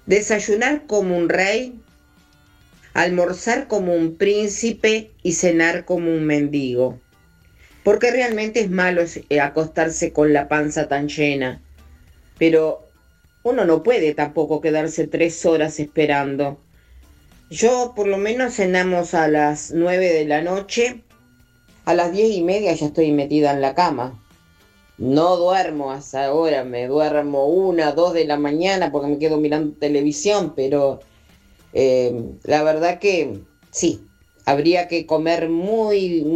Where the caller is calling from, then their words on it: San Justo, Buenos Aires Province, Argentina; de San Justo.